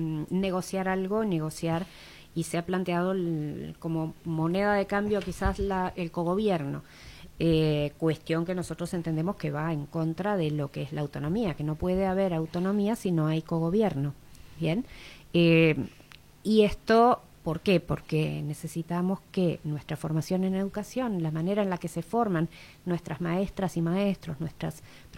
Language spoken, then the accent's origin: Spanish; Florida, Uruguay; yo soy de Florida, entonces conocemos lo que es el interior